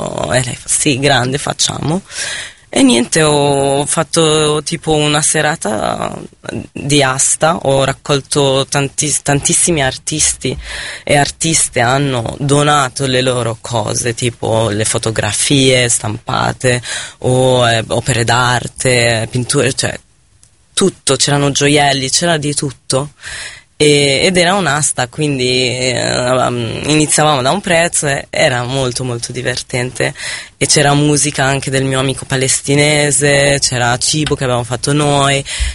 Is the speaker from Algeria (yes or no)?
no; Lebanon; now in Italy